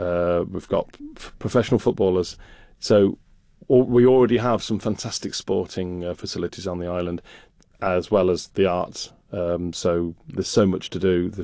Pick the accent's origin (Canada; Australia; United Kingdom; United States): United Kingdom; Rugby, West Midlands; moved away as an adult; now in Isle of Man; roughly the population of my hometown of Rugby, where I grew up.